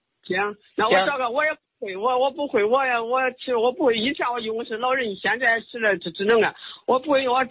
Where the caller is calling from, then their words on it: Zhengzhou, Henan, China; 我是郑州的啊。